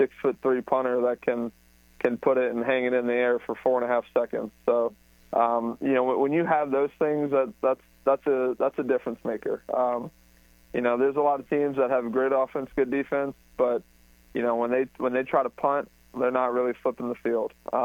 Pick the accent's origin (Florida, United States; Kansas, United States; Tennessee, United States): Florida, United States; Delray Beach; wow, that's, you know, 2.5-3 hours away from where I grew up in Delray Beach.